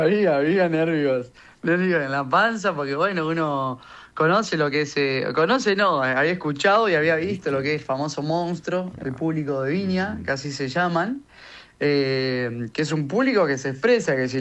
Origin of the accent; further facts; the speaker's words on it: San Pedro, Buenos Aires Province, Argentina; Ahora estoy en mi ciudad, en San Pedro.